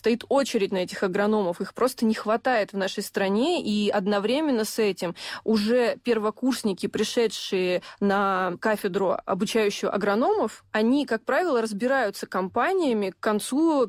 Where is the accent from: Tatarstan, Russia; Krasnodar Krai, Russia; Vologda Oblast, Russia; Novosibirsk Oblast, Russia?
Krasnodar Krai, Russia; moved away; я родом из Краснодарского края